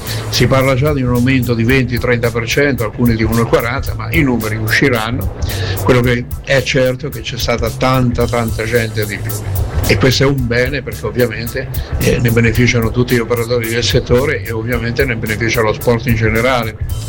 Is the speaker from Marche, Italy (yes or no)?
yes; Marche, Italy; Essere marchigiano, ma sono orgoglioso di esserlo.